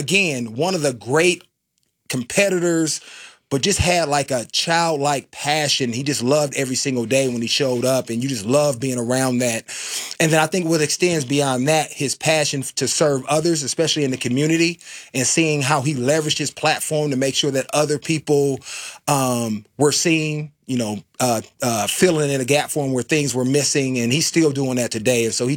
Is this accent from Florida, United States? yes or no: no; Oakland, California, United States; He knows I'm from Oakland.